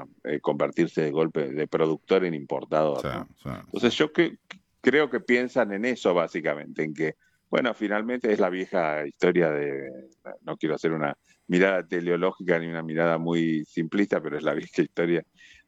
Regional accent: Argentina

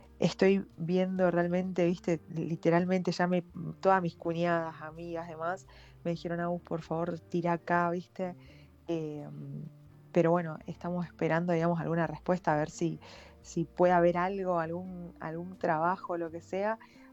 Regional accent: Argentina

